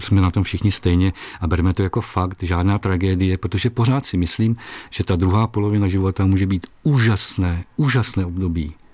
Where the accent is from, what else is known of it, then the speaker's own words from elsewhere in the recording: Vysočina Region, Czechia; born there; Jsem Čech, narozen na Vysočině a je mi 62 letos.